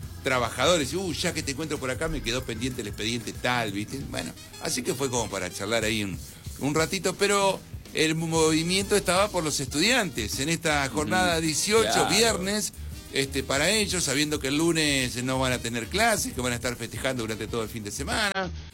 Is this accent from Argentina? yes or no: yes; Carmen de Patagones, Buenos Aires Province, Argentina; No, pero somos de Patagones, Viedma, sacá esto antes que te llenemos el coso de patada, ¿no?